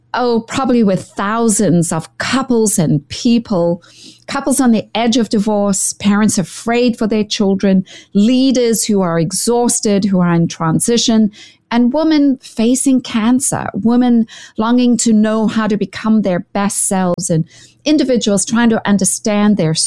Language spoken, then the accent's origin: English; South Africa; I grew up in South Africa in a family deeply shaped by faith, ministry, psychology, and helping people.